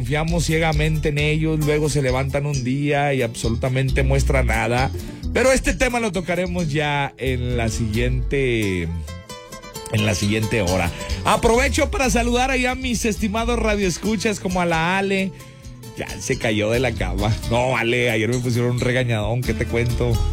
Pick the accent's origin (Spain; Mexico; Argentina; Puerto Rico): Mexico; se me hace que el del problema somos nosotros los mexicanos, ¿no?